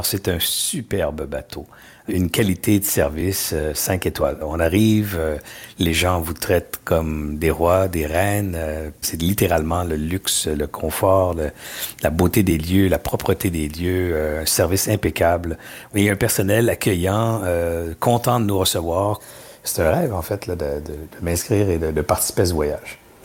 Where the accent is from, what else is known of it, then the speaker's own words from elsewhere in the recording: Montreal, Quebec, Canada; je suis de Montréal.